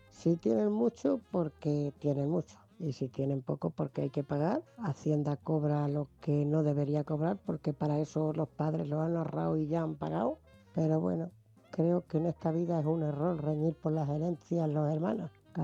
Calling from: Ciudad Real, Castilla-La Mancha, Spain; de Ciudad Real.

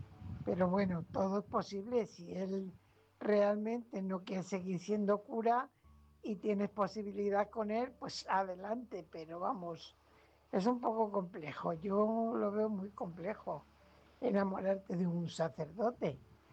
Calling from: Fuenlabrada, Community of Madrid, Spain; corresponsal de Fuenlabrada.

